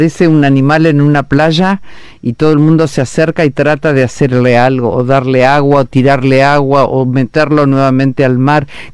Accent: Río Negro, Argentina; la gente habla de la Patagonia y cree que yo soy de Río Negro

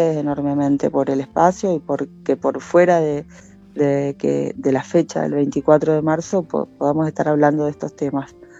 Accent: Argentina; nosotros como sociedad argentina

